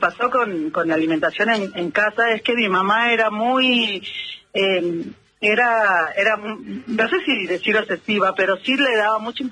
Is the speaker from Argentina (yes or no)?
yes; Tilcara, Jujuy, Argentina; yo nací en un pueblo que era muy chico, donde todos nos conocíamos, y generalmente no tenía la afluencia turística que tiene hoy.